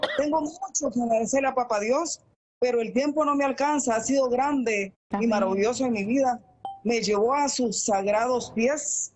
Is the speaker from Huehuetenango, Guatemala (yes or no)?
no; Zacapa, Guatemala; primera vez que llamo, soy de Guatemala